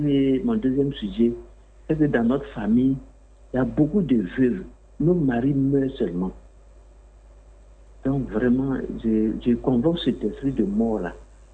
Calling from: Abidjan, Côte d’Ivoire; j'appelle d'Abobo.

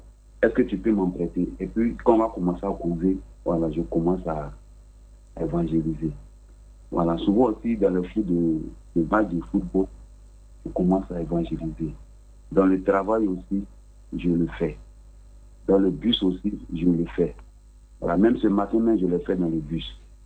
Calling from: Abidjan, Côte d’Ivoire

